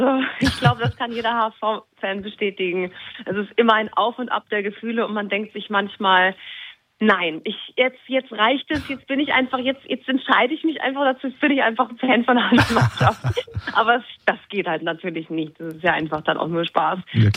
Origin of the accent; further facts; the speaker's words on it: Northern Germany, Germany; Gut, ich bin natürlich da aufgewachsen. Das ist meine Heimat. Meine Family sind da, meine Freunde sind da.